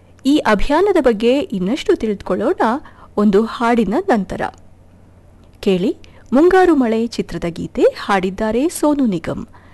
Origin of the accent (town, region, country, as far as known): Kodagu, Karnataka, India